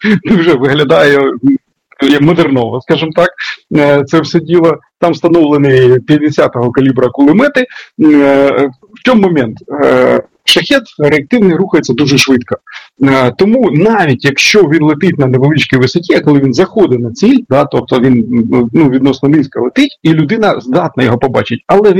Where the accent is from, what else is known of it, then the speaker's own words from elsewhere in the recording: Sumy, Sumy Oblast, Ukraine; В моєму рідному місті Суми була ситуація